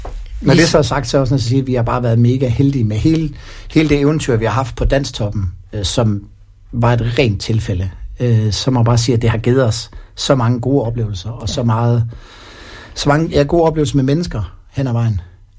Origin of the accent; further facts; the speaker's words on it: Vejle, Region of Southern Denmark, Denmark; also born or lived in Skagen; Jeg er født og opvokset i Vejle, men på et tidspunkt så emigrerede jeg til Skagen